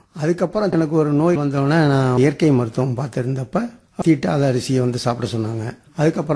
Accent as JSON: {"language": "Tamil", "town": "Thanjavur", "region": "Tamil Nadu", "country": "India", "said": "நான் தஞ்சாவூர் சேர்ந்தவன்."}